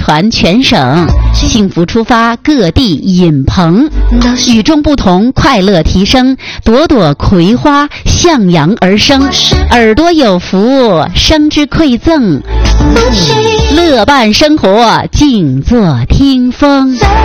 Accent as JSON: {"language": "Chinese", "region": "Northeast China", "country": "China"}